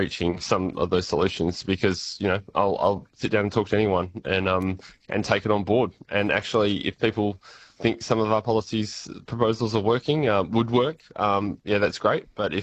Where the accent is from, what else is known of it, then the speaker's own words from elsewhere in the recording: Albany, Western Australia, Australia; It's good to be home. I'm from Albany